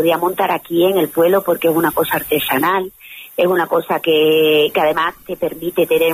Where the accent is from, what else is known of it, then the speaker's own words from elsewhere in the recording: Almendralejo, Extremadura, Spain; moved away as an adult; also born or lived in Madrid; me gustaba la idea de volver a mi tierra, la calidad de vida